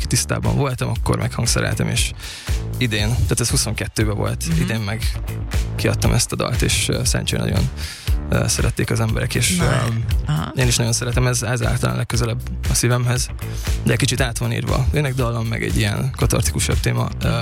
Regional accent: Nyíregyháza, Szabolcs-Szatmár-Bereg, Hungary; moved away; Igen, nyíregyházi vagyok

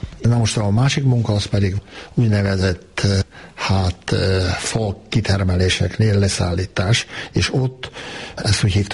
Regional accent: Hungary; moved away as an adult; also born or lived in Vancouver, Canada; mi most magyarok vagyunk

